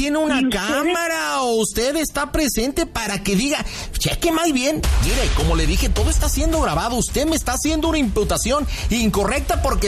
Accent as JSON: {"language": "Spanish", "town": "Monterrey", "region": "Nuevo León", "country": "Mexico", "tie": "born there", "said": "soy una persona nacida en Nuevo León. Soy regia, soy fuerte, soy contundente."}